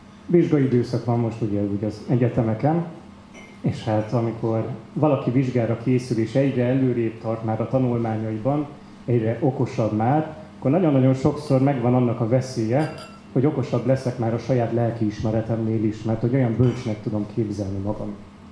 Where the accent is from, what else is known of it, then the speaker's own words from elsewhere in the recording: Miskolc, Borsod-Abaúj-Zemplén, Hungary; Én jezsuitáknál nevelkedtem jó sok éven keresztül, tehát én Miskolcon jezsuitáknál végeztem